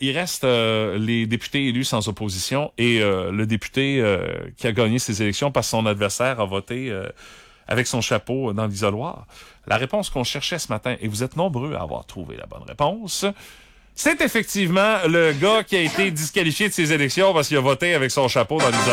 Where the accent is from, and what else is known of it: Quebec, Canada